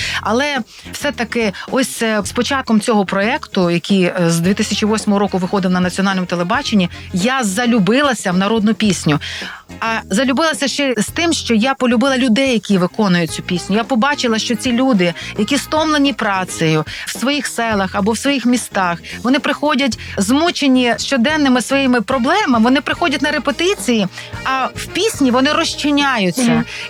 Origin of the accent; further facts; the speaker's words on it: Ternopil, Ternopil Oblast, Ukraine; born there; Справа в тому, що я народилася в Тернополі, захід України. Там скрізь співають народних пісень.